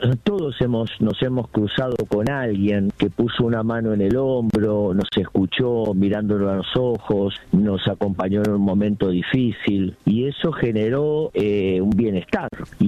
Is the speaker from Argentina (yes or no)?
yes; Argentina